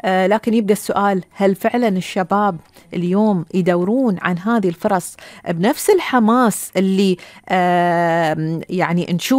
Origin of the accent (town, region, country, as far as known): Bahrain